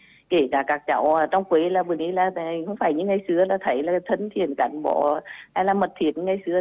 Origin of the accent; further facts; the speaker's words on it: Môn Sơn, Nghệ An, Vietnam; Thực ra tôi là sinh ra và lớn lên ở làng quê ở trong Môn Sơn.